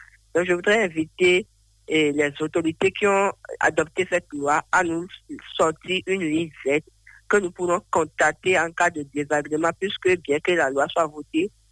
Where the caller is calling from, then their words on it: Benin; je vous appelle depuis Agombe.